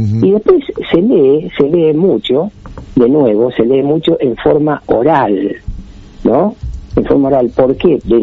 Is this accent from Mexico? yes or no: no; Argentina